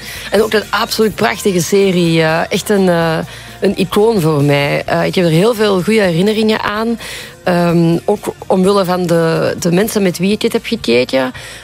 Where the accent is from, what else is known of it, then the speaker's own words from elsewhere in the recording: Limburg, Belgium; Ik heb mijn Rome-reis, zoals ze bij ons in Limburg zeiden, opgegeven om fysica en chemie bij te studeren.